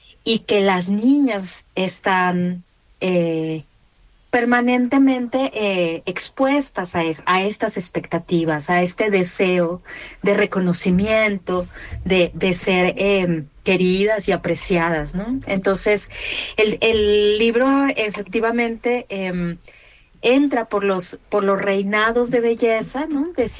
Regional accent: Mexico; moved away as an adult; now in Colombia; Yo soy mexicana, pero llevo, yo creo que ya 18 años viviendo en este país.

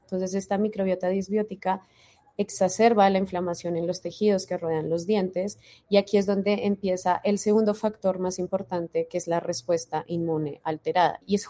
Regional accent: Colombia; Creo que sería importante como investigadora colombiana empezar a estudiar pues nuestra flora

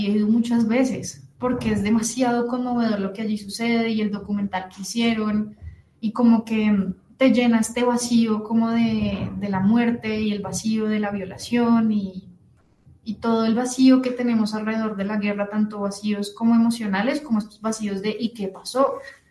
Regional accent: Colombia; Solo porque yo soy colombiana también, pues no, o sea, yo creo que puedo hablar de mi dolor al tener miedo de ser atracada

